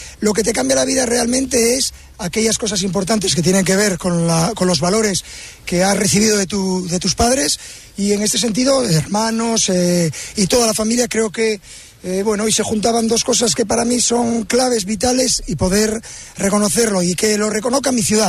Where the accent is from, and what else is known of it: Gijón, Asturias, Spain; moved away